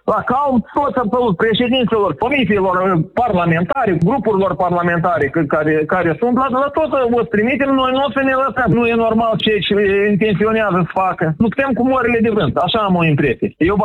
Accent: Fetești, Edineț District, Moldova; eu sunt un patriot adevărat al satului Fetești

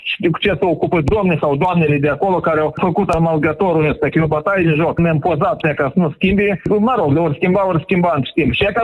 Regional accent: Fetești, Edineț District, Moldova; eu sunt un patriot adevărat al satului Fetești

